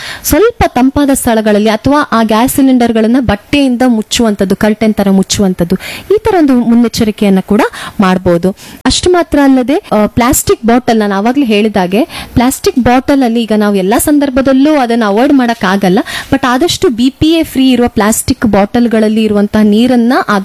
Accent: Karnataka, India; ಯಾಕಂದ್ರೆ ಈಗ ಈ ಬಿಸಿಲಾಘಾತದಿಂದ ನಮ್ಮ ಊರಲ್ಲಿ 40°C ಇಲ್ಲದೆ ಇದ್ರೂ ಸಹ 35°C ನಮ್ಗೆ ಸಾಕಾಗ್ತದೆ ಉಡುಪಿ ಮಂಗಳೂರಿನವರಿಗೆ.

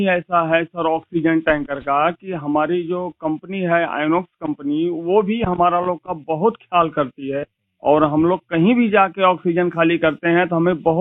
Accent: Jaunpur district, Uttar Pradesh, India; moved away as an adult; मैं गांव हसनपुर पोस्ट जमुआ जिला जौनपुर का निवासी हूं सर।

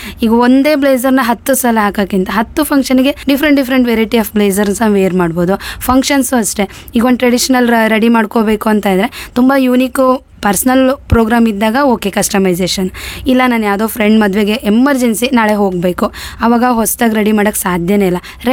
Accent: Muttinakoppa, Karnataka, India; moved away as an adult; now in Shivamogga, India; ನಾನು ಬಂದ್ಬಿಟ್ಟು N R ಪುರ ಅಂತ, ಮುತ್ತಿನಕೊಪ್ಪ ನಮ್ಮ ನೇಟಿವು, ನನ್ನ ತವ್ರ ಮನೆ. ನನ್ನ ಮ್ಯಾರೇಜ್ ಶಿವಮೊಗ್ಗದಲ್ಲಿ ಮಾಡಿಕೊಟ್ರು. ಸೊ ಅವಾಗಿಂದ ಇಲ್ಲೇ ಶಿವಮೊಗ್ಗದಲ್ಲೇ ಸ್ಟೇ ಆಗಿದ್ದೀನಿ.

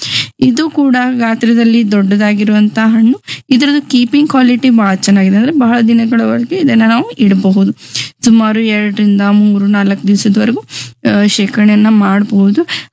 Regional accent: Gadag district, Karnataka, India; ನಮ್ಮ ಜಿಲ್ಲೆ ಗದಗ ಜಿಲ್ಲೆ

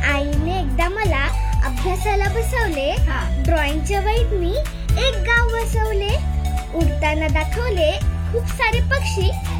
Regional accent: Aravali, Maharashtra, India; माझं गाव कोकण आहे, त्याच्यामध्ये मी आरवली मध्ये राहते. आरवली रोड असं नाव आहे माझ्या गावात.

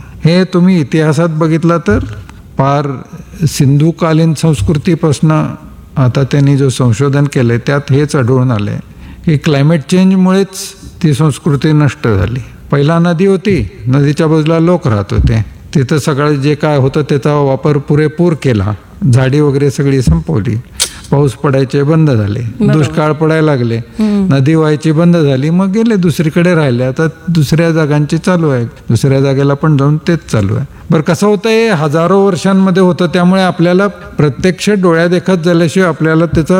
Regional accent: Belagavi, Karnataka, India; born there; तर माझा जन्म 1971 माझा जन्म बेळगावात झाला

